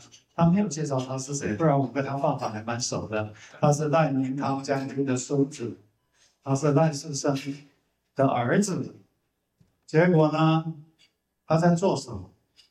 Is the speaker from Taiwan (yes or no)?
yes; Taiwan; 那我们台湾人呢，淡水河花了我们40年，我们好不容易把淡水河搞干净了